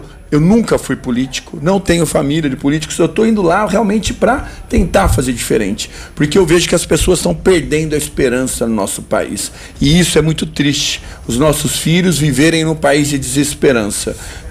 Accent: Catanduva, São Paulo, Brazil; also born or lived in São Carlos; eu sou de Catanduva, aqui. 40 minutos daqui, fiz faculdade em São Carlos, engenharia de produção

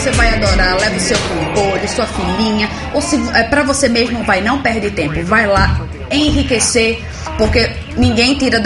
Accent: Recife, Pernambuco, Brazil; moved away; Eu sou de Recife

